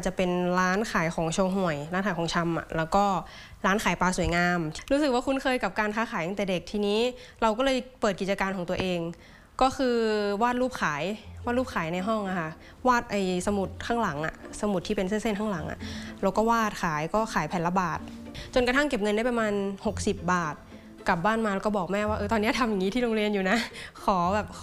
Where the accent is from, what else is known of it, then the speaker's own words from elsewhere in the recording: Chiang Rai, Thailand; ก็เป็นศิลปินอิสระทำงานอยู่ที่จังหวัดเชียงรายบ้านเกิดเนี่ยค่ะ